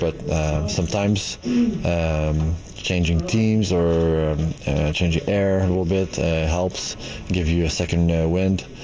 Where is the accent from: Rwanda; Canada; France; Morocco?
Canada; Quebec; de jouer deux premières ligues à Montréal, puis spécialement en tant que Québécois pour moi personnellement